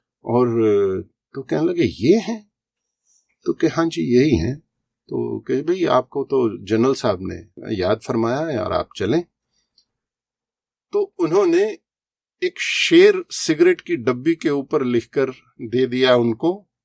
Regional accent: Ambala, Haryana, India; تو ہمیں امبالہ کے لوگوں کو اس پر بھی فخر ہونا چاہیے

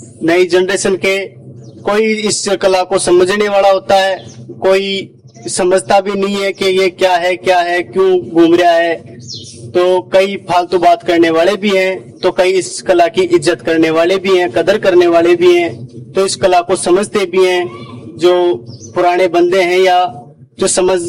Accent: Jaipur district, Rajasthan, India; मैं जिला जयपुर राजस्थान से बिलोंग करता हूँ। जाति राजभाट ब्रुपिया कलाकार का स्वांग दिखाता हूँ।

